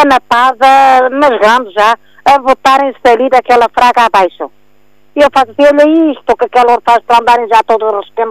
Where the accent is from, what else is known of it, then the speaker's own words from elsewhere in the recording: Portugal; eu fui criada no Rio, com meu pai era peixeiro aqui no Rio